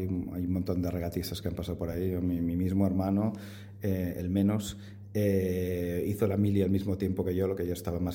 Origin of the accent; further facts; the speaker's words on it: El Masnou, Catalonia, Spain; Nosotros somos de Masnou, que está aquí cerca de Barcelona